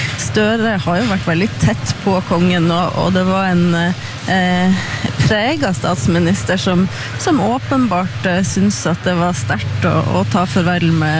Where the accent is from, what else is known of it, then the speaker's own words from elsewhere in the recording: Northern Norway, Norway; snakket om et fjell oppe i nord, der jeg kommer fra